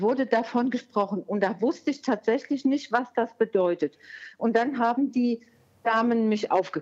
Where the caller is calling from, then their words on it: Rhineland-Palatinate, Germany; Ich rufe an aus Bergzahn.